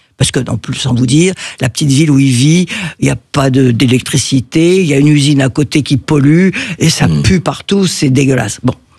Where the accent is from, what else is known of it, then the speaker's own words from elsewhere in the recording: Rabat, Rabat-Salé-Kénitra, Morocco; born there; Et c'est pour ça que je suis née au Maroc.